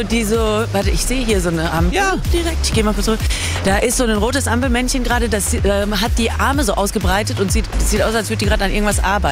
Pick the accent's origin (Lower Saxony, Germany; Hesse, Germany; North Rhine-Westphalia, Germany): North Rhine-Westphalia, Germany; Lemgo; Ja, Kartoffeln gibt's auch bei uns zu Hause in Lemgo. Dafür fahre ich doch jetzt nicht nach Siegen.